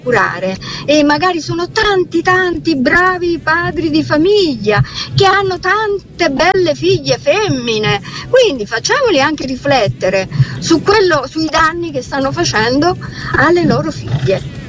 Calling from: Rome, Lazio, Italy

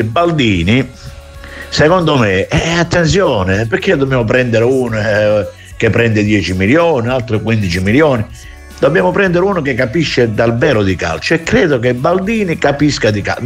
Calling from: Scalea, Calabria, Italy; da Scalea

